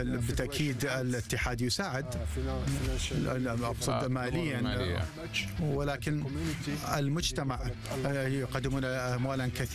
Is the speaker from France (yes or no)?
yes; France; أنا شخصيا تربيت في فرنسا